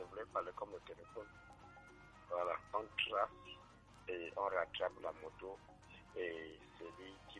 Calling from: Yaoundé, Centre, Cameroon; Je suis à Simbok.

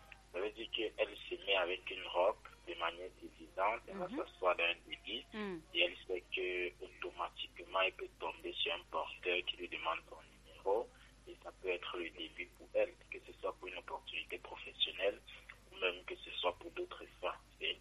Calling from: Cameroon; Je suis un jeune Camerounais

